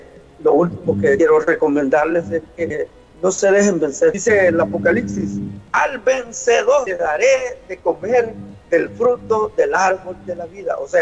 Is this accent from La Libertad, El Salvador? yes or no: no; Sonsonate, El Salvador; yo soy de Sonsonate. Sonsonate, para que me entiendas, está en el occidente del país.